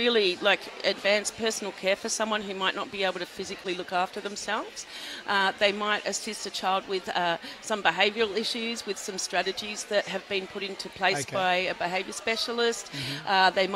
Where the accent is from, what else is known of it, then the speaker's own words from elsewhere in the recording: Mossman, Queensland, Australia; So I'm from Mossman area, with the Gugulgulanji people.